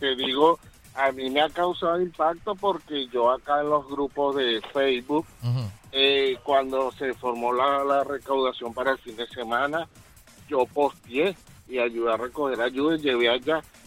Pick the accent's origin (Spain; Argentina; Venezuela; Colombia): Venezuela; now in United States; soy oriundo de Venezuela.